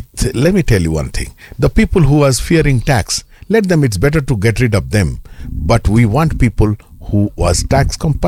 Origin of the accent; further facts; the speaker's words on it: Kenya; born there; also born or lived in India; The mother who brought me, gave me birth is India, yes. But the mother who brought me up is Kenya.